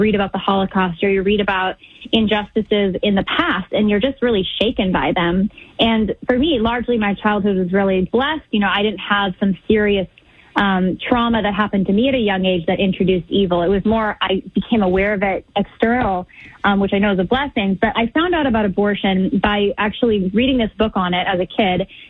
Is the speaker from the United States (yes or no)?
yes; San Jose, California, United States; 10 miles from where I grew up in San Jose, California